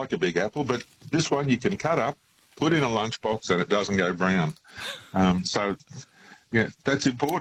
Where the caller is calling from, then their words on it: Stanthorpe, Queensland, Australia; I'm in Stanthorpe. I've been here for 42 years.